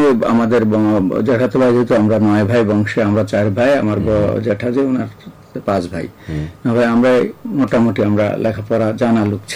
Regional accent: Comilla, Chittagong Division, Bangladesh; moved away as an adult; also born or lived in Dhaka; আমার জন্ম ছিল কুমিল্লা শহরের ছোটরা গ্রামে, মাতুলালয়ে আমার জন্ম, ওখানে বেড়ে ওঠা। তারপর আমাদের বাড়িটা ছিল পাশাপাশি আরেকটা গ্রাম শহর সংলগ্ন চাঁদপুর গ্রাম, এটা গোমতী নদীর কাছে

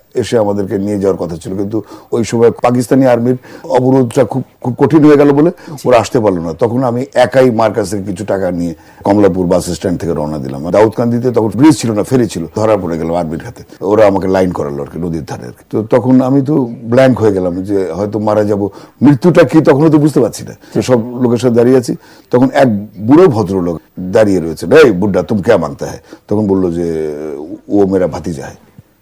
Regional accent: Sirajganj, Rajshahi Division, Bangladesh; আমার বাড়ি সিরাজগঞ্জে, যমুনা পারের সন্তান আমি। সেখানে আমার নানার বাড়িতে 48 সেপ্টেম্বরে জন্ম।

